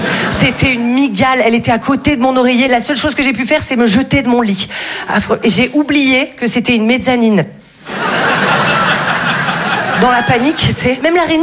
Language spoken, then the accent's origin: French; Val-de-Blore, Provence-Alpes-Côte d'Azur, France; moi, je viens d'un tout petit village qui s'appelle Val-de-Blore. C'est sublime, mais alors, il faut pas du tout se faire mal là-bas, parce que si tu veux aller aux urgences, il faut faire 2 heures de route.